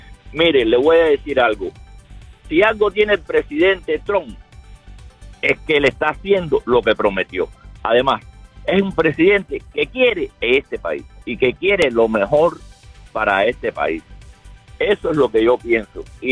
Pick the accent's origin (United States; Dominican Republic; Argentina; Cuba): Cuba; te lo digo, yo soy cubano